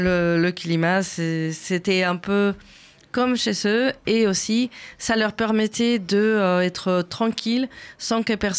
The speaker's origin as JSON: {"language": "French", "country": "Mexico", "said": "chez moi au Mexique"}